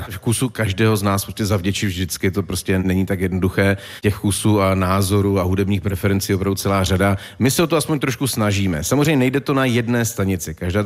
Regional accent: Ostrava, Moravian-Silesian Region, Czechia; moved away as an adult; also born or lived in Havířov; já jsem se narodil v Havířově, já jsem do svých 18 let žil v Ostravě a do Ostravy zajíždím prakticky často

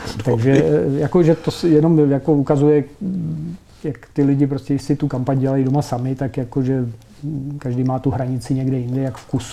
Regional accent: Kladno, Central Bohemian Region, Czechia; jednak já jsem z Kladna, tam je velkým hitem samozřejmě lídr místního ANO, František Bureš

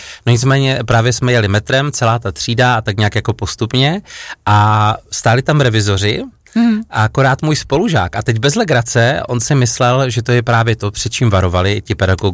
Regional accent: Opava, Moravian-Silesian Region, Czechia; U nás v Opavě to bylo měsíční, no, vždycky a podobně.

